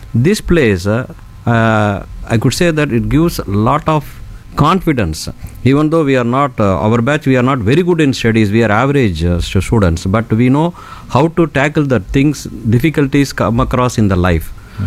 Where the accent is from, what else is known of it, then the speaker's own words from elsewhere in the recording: Tamil Nadu, India; first language Tamil; English is a second language; moved away as an adult; also born or lived in Osmanabad, Maharashtra; now in Chennai, India; I was only know my mother tongue Tamil and English.